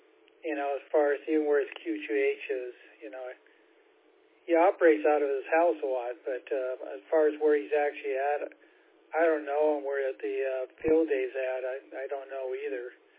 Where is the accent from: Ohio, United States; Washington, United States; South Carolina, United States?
Washington, United States; Seattle; I grew up in Seattle, and now Seattle's getting the same kind of weather